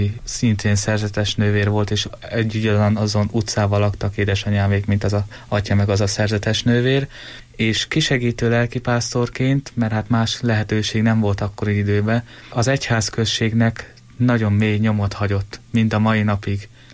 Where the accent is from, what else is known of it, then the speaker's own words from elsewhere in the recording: Göd, Pest, Hungary; az egyházközség, ahonnan származom, Felsőgödön